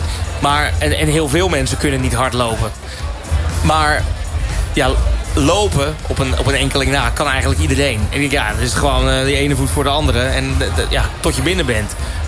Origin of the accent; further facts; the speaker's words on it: South Holland, Netherlands; now in Hilversum, Netherlands; ik kom niet uit Nijmegen. Ik kom niet uit de buurt. Ik ben opgegroeid in de buurt van Rotterdam. En ik woon nu in Hilversum.